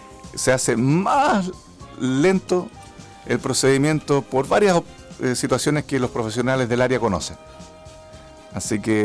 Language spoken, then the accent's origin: Spanish; southern Chile, Chile; somos del sur de Chile